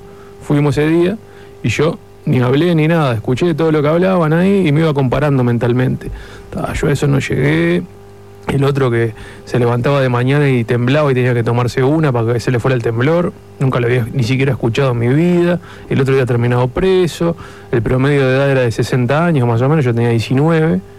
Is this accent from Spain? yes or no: no; Montevideo, Uruguay; yo soy de Montevideo